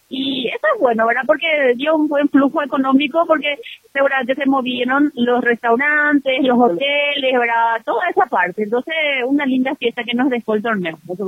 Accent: Paraguay; como buena paraguaya, como buena patriota.

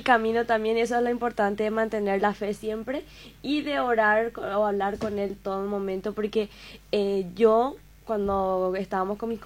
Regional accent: San Estanislao, San Pedro, Paraguay; Yo no soy de Asunción, soy de Santaní, una persona humilde, de una familia humilde

